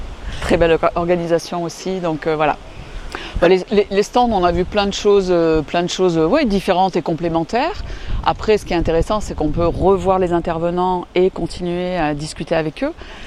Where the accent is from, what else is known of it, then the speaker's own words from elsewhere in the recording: Auvergne-Rhône-Alpes, France; donc moi je viens de la Drôme et je suis venue passer le week-end chez mon amie Jamila.